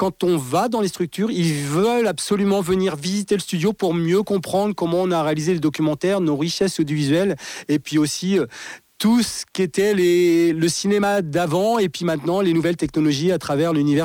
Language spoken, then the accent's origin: French; Laval, Pays de la Loire, France; born there; moi je suis né à Laval